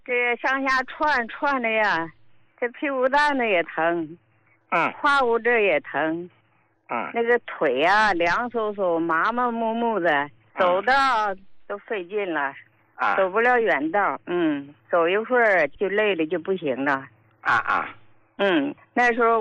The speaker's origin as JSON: {"language": "Chinese", "town": "Qiqihar", "region": "Heilongjiang", "country": "China", "said": "我是齐齐哈尔的。"}